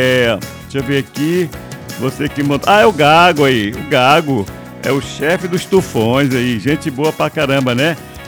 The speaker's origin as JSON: {"language": "Portuguese", "country": "Brazil"}